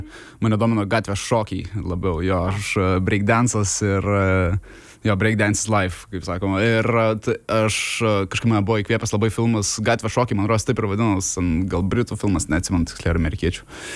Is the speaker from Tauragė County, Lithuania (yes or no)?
yes; Tauragė, Tauragė County, Lithuania; Aš užaugau Tauragės mieste, užaugau mikrorajone, kur viskas pakankamai arti būdavo, tiek mokykla, tiek darželis, tiek draugai